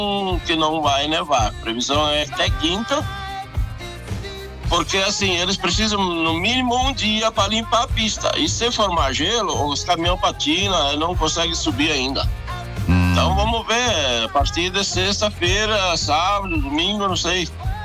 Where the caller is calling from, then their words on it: Arabutã, Santa Catarina, Brazil; Eu sou da Arabutã.